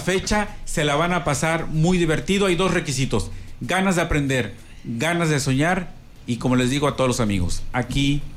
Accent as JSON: {"language": "Spanish", "region": "Chiapas", "country": "Mexico", "said": "Pues yo soy chapaneco."}